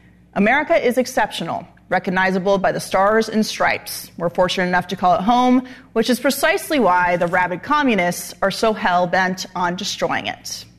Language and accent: English; the West, United States; Yeah, well, I'm from the West